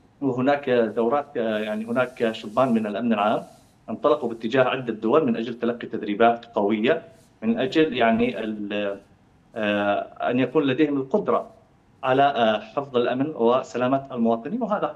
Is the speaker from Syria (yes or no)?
yes; Syria; اليوم أنا سوري أعيش في وطن، في بلدي سوريا